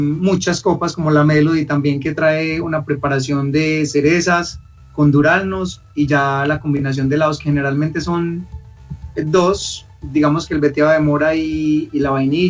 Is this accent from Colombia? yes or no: yes; Sopetrán, Antioquia, Colombia; also born or lived in Medellín; estaba pues por esa época en la ciudad de Medellín, ya regresé a mi pueblo, que es un municipio de Antioquia, Sopetrán